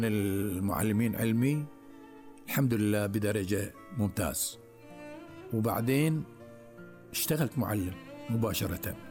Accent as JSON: {"language": "Arabic", "town": "Jidhafs", "country": "Bahrain", "tie": "born there", "accent": "Gulf", "said": "يعني هذه لهجتنا احنا، بنقلب القاف جيم."}